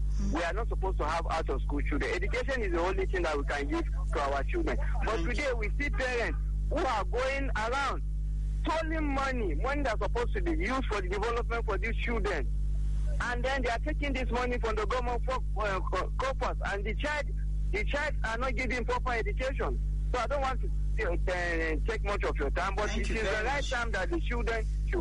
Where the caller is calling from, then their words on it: Niger State, Nigeria; I'm calling from Niger State.